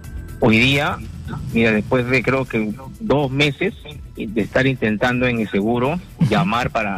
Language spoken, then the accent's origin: Spanish; Puente Piedra, Lima, Peru; Ese, el seguro, yo soy de Puente Piedra, ese es un desastre.